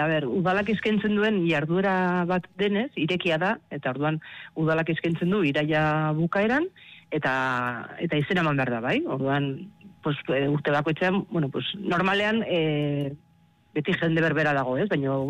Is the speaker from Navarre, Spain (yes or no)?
yes; Pamplona, Navarre, Spain; now in Basaburua, Spain; ni Iruñekoa naiz, baina Basaburuan bizi naiz.